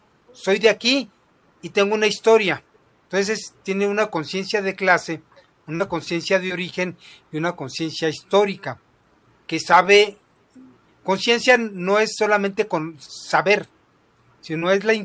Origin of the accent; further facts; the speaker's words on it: Mexico; nuestra conciencia como mexicano